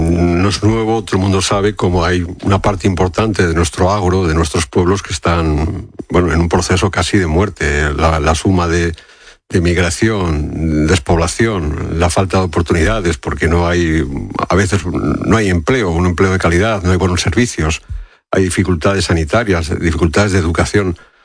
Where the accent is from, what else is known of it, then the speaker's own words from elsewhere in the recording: Fermoselle, Castile and León, Spain; born there; moved away; Eso es una casa de mi pueblo, de Fermosella.